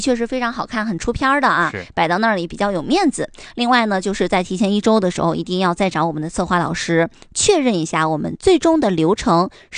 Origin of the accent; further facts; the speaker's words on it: Northeast China, China; now in Harbin, China; 我们东北人比较热情好客